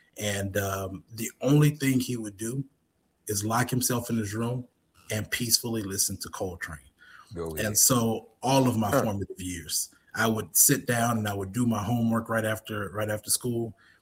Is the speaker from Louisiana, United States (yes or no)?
yes; Alexandria, Louisiana, United States; Yeah, so I'm originally from Alexandria, Louisiana. Born and raised there, right in the middle of the state. We call ourselves the heart of Louisiana, Central Louisiana.